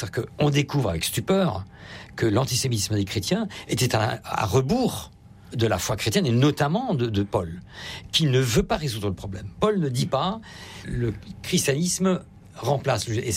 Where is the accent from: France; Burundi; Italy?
France; Grand Est